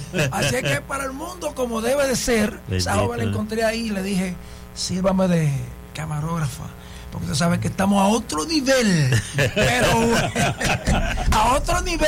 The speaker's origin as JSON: {"language": "Spanish", "region": "Samaná", "country": "Dominican Republic", "tie": "born there", "said": "Como que estoy allá en los robalos de Samaná, donde yo nací."}